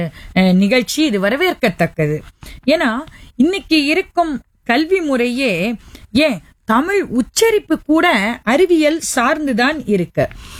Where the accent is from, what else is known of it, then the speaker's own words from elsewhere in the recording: Thoothukudi, Tamil Nadu, India; நான் பிறந்து வளர்ந்தது எல்லாம் தூத்துக்குடி. சிறு வயதிலிருந்தே எட்டயபுரத்தில் எங்கள் பாட்டி ஆசிரிய பயிற்சி முடித்து விட்டு எட்டயபுரத்திலிருந்து எல்லோரும் புலம்பெயர்ந்து தூத்துக்குடிக்கு வந்து விட்டார்கள்.